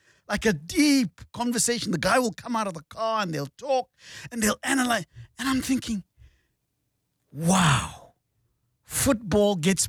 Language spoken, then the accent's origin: English; Mamelodi, Gauteng, South Africa; I'm from Moms, right?